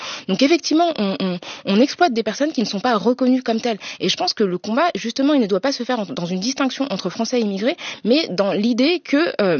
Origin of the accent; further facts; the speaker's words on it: France; Nous, on a ce confort moral quand même en tant que Français